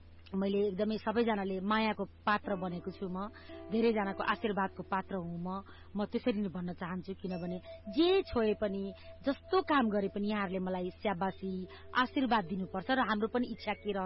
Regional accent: Biratnagar, Koshi Province, Nepal; मेरो बालापन, मेरो बाल्यकाल विराटनगर गहेली टोल वार्ड नम्बर 10 विराटनगरमा बित्यो।

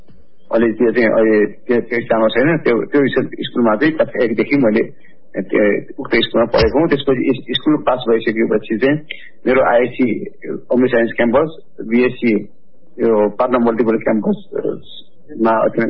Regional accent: Lele, Lalitpur District, Bagmati, Nepal; म नेत्रहीन क्रिकेट संघ नेपालको अध्यक्ष। मेरो जन्म चाहिँ ललितपुर जिल्लाको लेले भन्ने ठाउँमा 2035 सालमा भएको हो

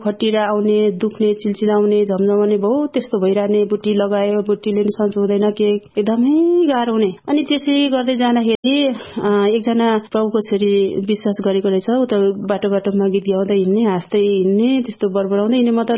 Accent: Koshi Province, Nepal; now in Thimi, Nepal; अनि मेरो घर चाहिँ शङ्खसभा हो पुर्ख्योली घर र अहिले हाल चाहिँ सानो ठिमी भक्तपुरमा बस्छु।

